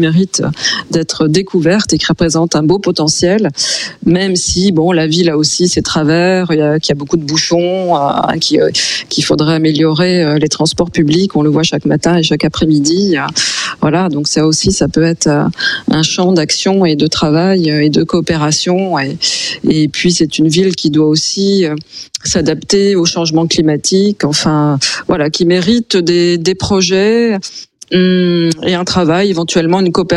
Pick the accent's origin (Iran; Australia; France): France; Grand Est; born there